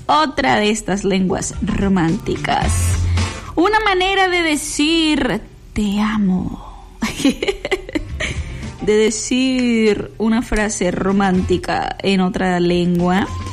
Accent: Apatzingán, Michoacán, Mexico; Pues no va a sonar japonés porque no soy de Japón. No, soy de Apatzingán.

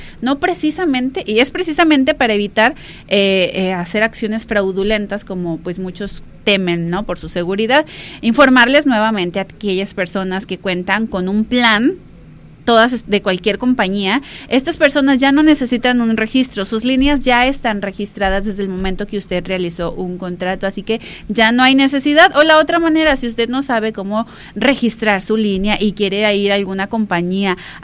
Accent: Mexico

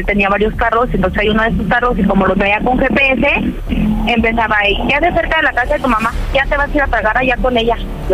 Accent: Morelia, Michoacán, Mexico; now in State of Mexico, Mexico; yo tengo 31, soy originaria de Michoacán, de Morelia, pero ahorita vivo aquí en el Estado de México.

